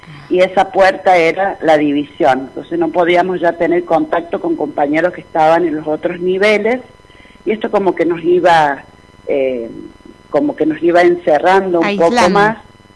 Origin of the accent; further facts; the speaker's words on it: San Juan, Argentina; moved away as an adult; now in Chubut, Argentina; En mi caso, yo comencé trabajando en San Juan, porque bueno, yo soy de San Juan, pero hace más de 21 años que vivo acá en la Patagonia, en Chubut.